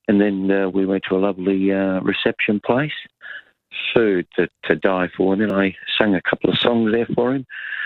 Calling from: Wanaka, Otago, New Zealand; Good morning. I'm calling from New Zealand, Wanaka. My son got married here.

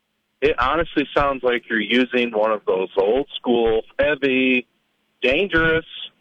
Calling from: Benton Harbor, Michigan, United States; from Eden Harbor.

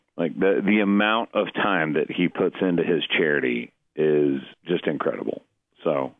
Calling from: Nashville, Tennessee, United States; I'm in Nashville.

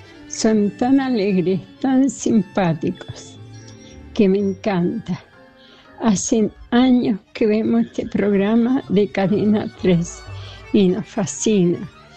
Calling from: Guaymallén, Mendoza, Argentina; Buenas noches … de Guaymallén.

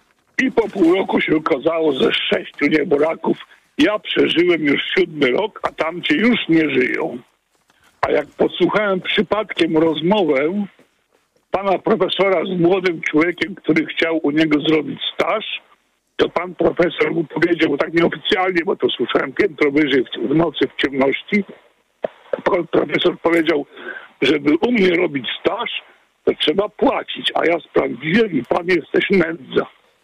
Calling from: Krosno, Subcarpathian Voivodeship, Poland; Miasto Krosno na Podkarpaciu, prawie Bieszczady.

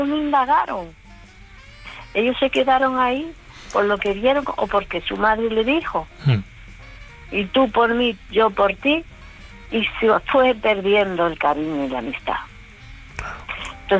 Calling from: Canary Islands, Spain; yo soy canaria, de la isla de enfrente.

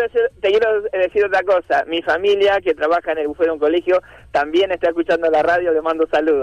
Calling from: Billinghurst, San Martín, Buenos Aires Province, Argentina; Yo vivo en Billingwood, o sea, nosotros vivimos en Billingwood.

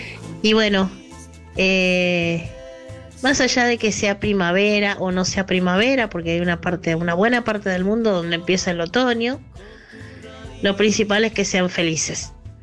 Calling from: Buenos Aires, Argentina; de Caballito

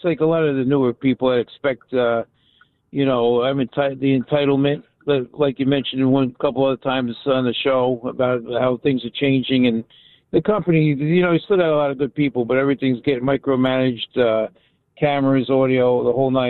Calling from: Pawling, New York, United States; I'm upstate, like Pawling. It's about maybe half an hour from Poughkeepsie, New York.

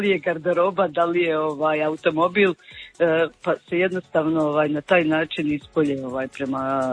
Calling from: Drniš, Šibenik-Knin County, Croatia; ja dolazim iz Drniša

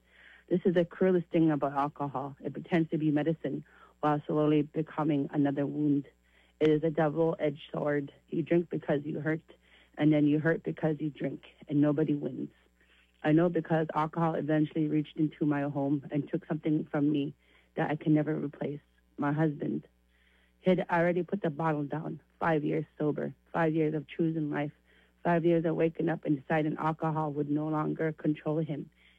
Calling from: Anchorage, Alaska, United States; I'm calling from Anchorage

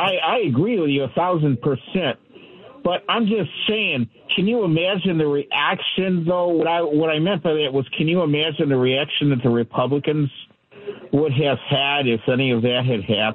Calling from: Chicago, Illinois, United States

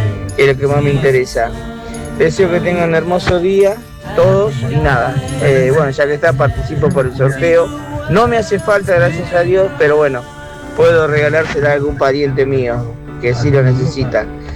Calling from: Quilmes, Buenos Aires Province, Argentina; de Quilmes.

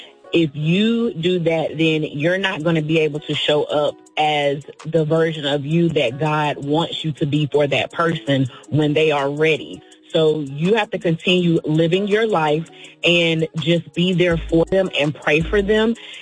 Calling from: Washington, District of Columbia, United States; I am calling from Southeast D.C.

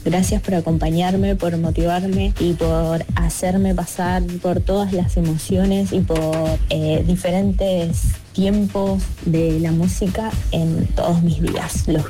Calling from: Comodoro Rivadavia, Chubut, Argentina; de Comodoro Rivadavia.

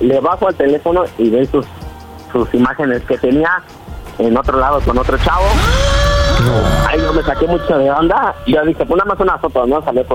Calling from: Mexico City, Mexico; Tengo 25 años y soy de aquí, de la Ciudad de México.

